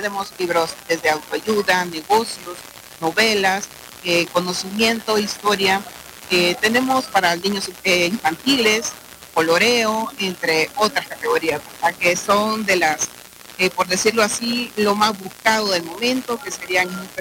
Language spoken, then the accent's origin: Spanish; El Salvador